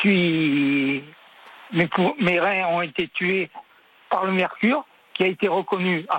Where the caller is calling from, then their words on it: Toulon, Provence-Alpes-Côte d'Azur, France; je suis à Toulon.